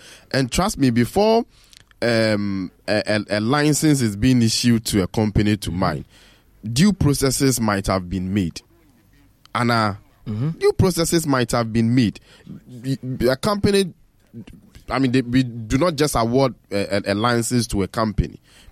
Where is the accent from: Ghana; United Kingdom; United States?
Ghana